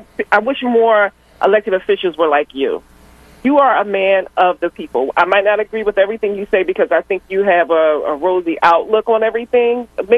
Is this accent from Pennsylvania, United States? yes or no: yes; Philadelphia, Pennsylvania, United States; born and raised in Philly, grew up in Philly, and I have my relatives that live in different sections.